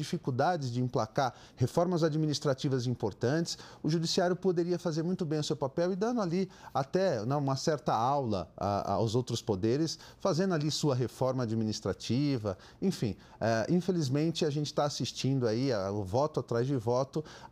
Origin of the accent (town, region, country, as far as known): Brazil